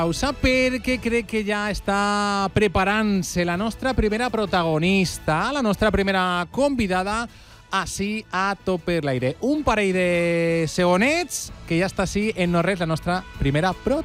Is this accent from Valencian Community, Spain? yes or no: yes; Valencian Community, Spain; Ai, sí, som els valencians.